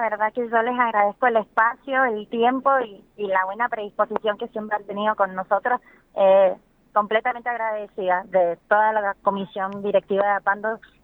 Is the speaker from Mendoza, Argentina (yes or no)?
yes; Mendoza, Argentina